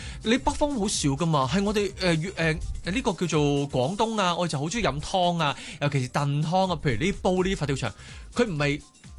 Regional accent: Hong Kong; 好啱我哋香港人聽。

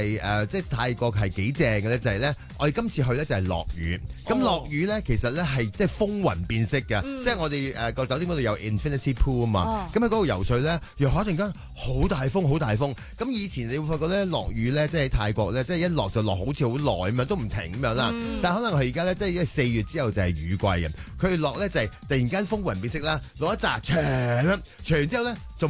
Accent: Hong Kong

